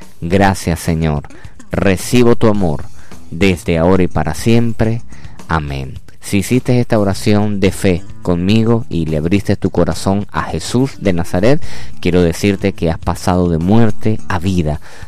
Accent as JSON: {"language": "Spanish", "country": "Venezuela", "said": "nuestro hermoso país Venezuela."}